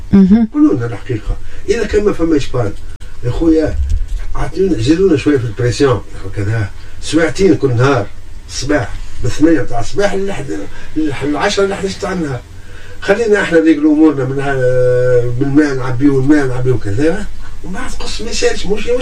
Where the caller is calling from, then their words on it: Tunisia; تعرف حومتنا برج الراس.